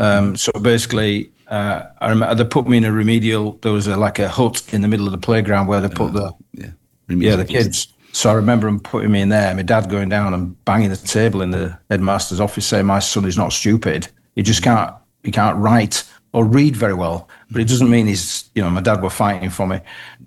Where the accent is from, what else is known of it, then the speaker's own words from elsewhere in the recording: Bradford, Yorkshire and the Humber, United Kingdom; Yeah, I'm from Bradford.